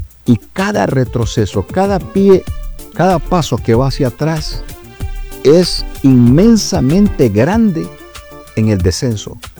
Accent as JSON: {"language": "Spanish", "country": "Honduras", "said": "lo que me tiene así en esta condición emocional como hondureño"}